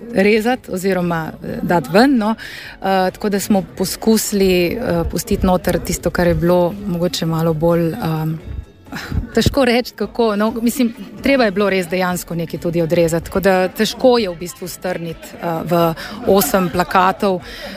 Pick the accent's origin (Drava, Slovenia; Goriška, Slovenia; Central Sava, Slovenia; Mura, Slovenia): Goriška, Slovenia; Nova Gorica; Sveta Gora je tudi zame osebno en sveti prostor, kamor se rada ponovno in ponovno vračam, ker sem tukaj iz Nove Gorice zelo blizu